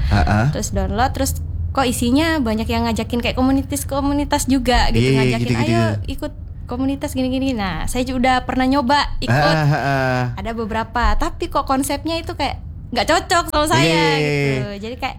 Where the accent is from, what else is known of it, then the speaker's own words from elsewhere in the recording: Sulawesi, Indonesia; moved away as an adult; now in Surabaya, Indonesia; saya dari Sulawesi.